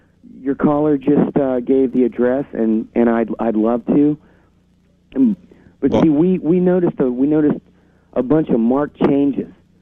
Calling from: Tampa, Florida, United States; I'm calling from Tampa, Florida.

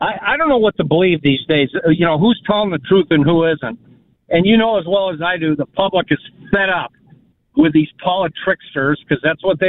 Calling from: Riverside County, California, United States; I live in Riverside County

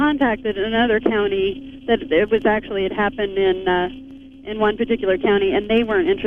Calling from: Montana, United States; I'm calling from Montana

